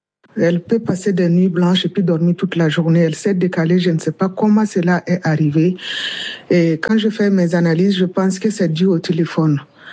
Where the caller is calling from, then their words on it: Côte d’Ivoire; j'ai 44 ans et je vis en Côte d'Ivoire.